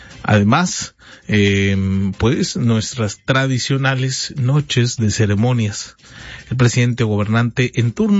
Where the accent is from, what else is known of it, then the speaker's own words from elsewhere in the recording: Mexico; a pocas horas de vivir una gran festividad como mexicanos.